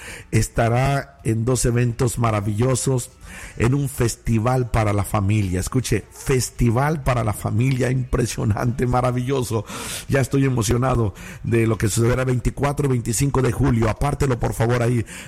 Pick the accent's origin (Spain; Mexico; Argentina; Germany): Mexico; Peña Colorada; No, yo soy de la Peña Colorada, entonces me da pena estar pidiendo, pero si alguien me llamara de Durango